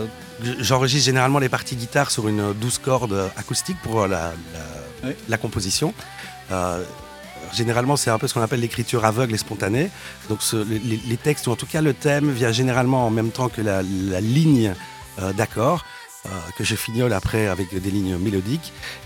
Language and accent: French; Wallonia, Belgium; also born or lived in Stavelot; Exactement ça, je suis né à Stavelot et j'ai grandi dans la région de Malmedie et de Wailles.